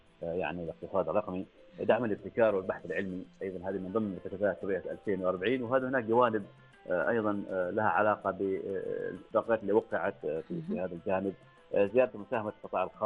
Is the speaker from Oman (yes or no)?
yes; Oman